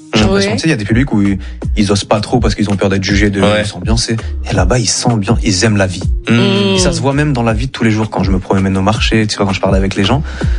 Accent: Martinique; Et d'ailleurs, je dis que je suis Martinique, mais je suis haïtien dans le cœur aussi.

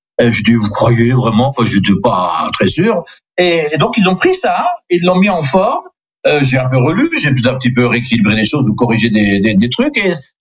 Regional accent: Grand Est, France; first language Alsatian; French is a second language; moved away as an adult; also born or lived in Romania; now in Rome, Italy; l'Alsace me manque, figurez-vous, et ma langue maternelle alsacien, que je peux parler avec personne à Rome, ou presque

